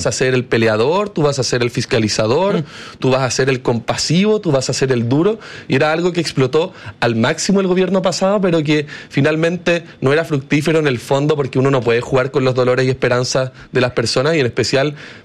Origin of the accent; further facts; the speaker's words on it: Chile; que nos íbamos a unir como chilenos e íbamos a sacar esto adelante.